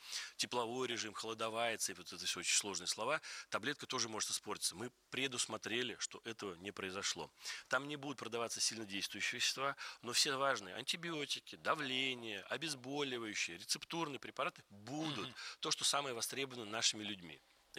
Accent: Pyatigorsk, Stavropol Krai, Russia; born there; also born or lived in Kalmykia; Я родился в Пятигорске и первые 3 года прожил в деревне у бабушки с дедушкой.

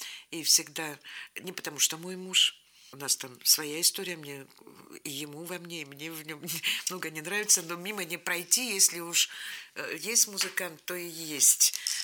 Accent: Vologda, Vologda Oblast, Russia; born or raised there; also born or lived in Saint Petersburg

